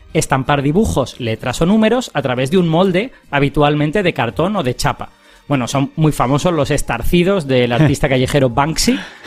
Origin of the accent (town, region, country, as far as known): Spain